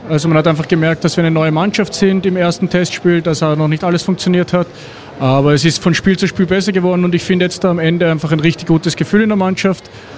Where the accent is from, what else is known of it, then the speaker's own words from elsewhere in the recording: Austria; now in Potsdam, Germany; für mich als Österreicher natürlich nochmal ein Bonus, dass wir das gleich in meinem Heimatland gemacht haben.